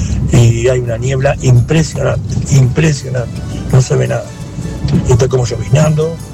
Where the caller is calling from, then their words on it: Nueve de Julio, Buenos Aires Province, Argentina; yo soy de 9 de julio también, provincia de Buenos Aires